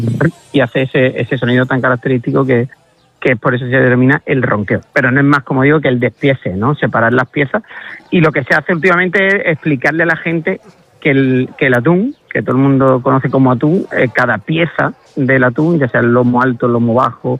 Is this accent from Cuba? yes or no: no; Villalba del Alcor, Andalusia, Spain; Yo digo que Villalba está a 40 kilómetros de todo, porque está a 40 kilómetros de Huelva capital, está a 45 de Sevilla, está a 42 del Rocío, está a 40 kilómetros